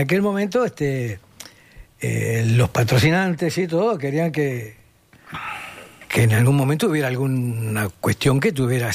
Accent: Florida, Uruguay; born there; yo soy nacido en Florida.

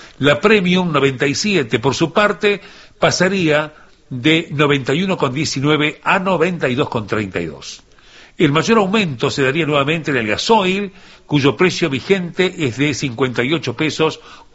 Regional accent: Paysandú, Uruguay; moved away; cuando recién llegué de Paysandú, vivía en una pensión en Isla de Flores

